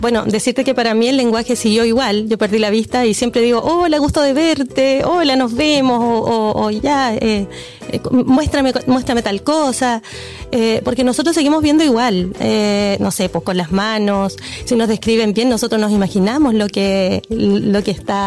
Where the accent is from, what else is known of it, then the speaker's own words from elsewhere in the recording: Talca, Maule, Chile; born there; Bueno, mira, ahí está la típica broma de que yo nací en Talca